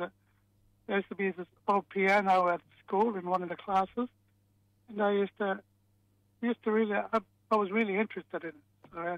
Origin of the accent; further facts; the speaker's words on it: Hermannsburg, Northern Territory, Australia; Well, I'm from Hermannsburg, where I'm going now, and that's Western Aranda. I mean, the Alice Springs region is all Aranda people, like Eastern, Central, Western. I'm Western, so, and that's where I'm going back to.